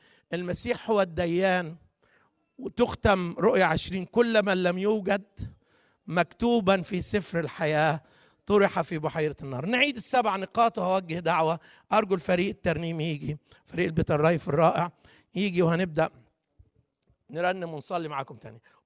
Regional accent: Upper Egypt, Egypt; عندنا في الصعيد يا مش عارف انتوا بتصرخوا على الميت

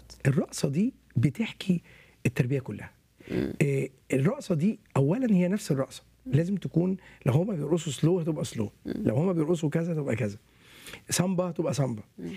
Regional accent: Egypt; عندنا في مصر

